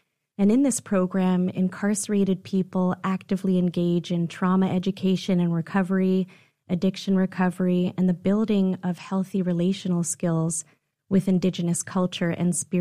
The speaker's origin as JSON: {"language": "English", "town": "Anchorage", "region": "Alaska", "country": "United States", "tie": "born or raised there", "said": "I grew up here in Anchorage. … my dad is from Appalachian, Ohio."}